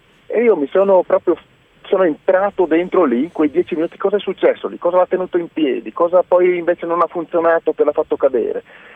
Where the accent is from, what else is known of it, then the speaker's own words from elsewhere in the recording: Rauscedo, Friuli-Venezia Giulia, Italy; Io sono originario di Rauscedo.